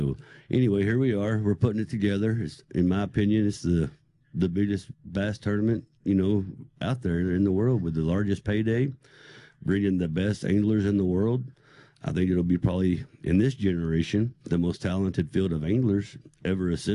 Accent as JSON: {"language": "English", "region": "Texas", "country": "United States", "tie": "born or raised there", "said": "But so I grew up in Texas, been there pretty much all my life."}